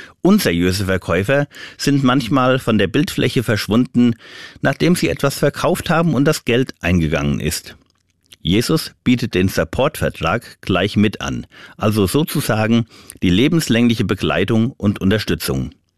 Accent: Germany; Damit werde ich dem Ruf als Deutscher wohl gerecht.

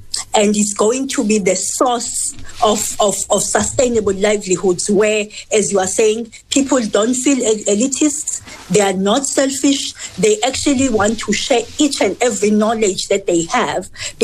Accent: South Africa; even including us as South African, once you let people stop worrying and you let them relax, they come up with very fantastic ideas.

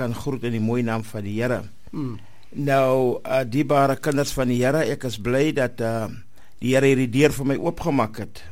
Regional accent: Victoria West, Northern Cape, South Africa; moved away; ek is eindelijk oorspronkelijk van die Karoo, Victoria West.

